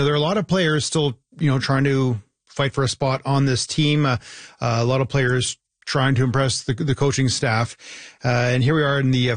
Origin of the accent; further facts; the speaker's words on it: Alberta, Canada; moved away; Even when I was growing up in Alberta